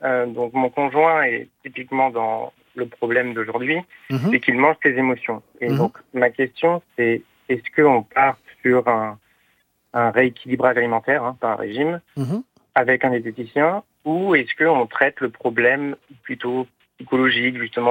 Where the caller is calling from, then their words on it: Brittany, France; Ille-et-Vilaine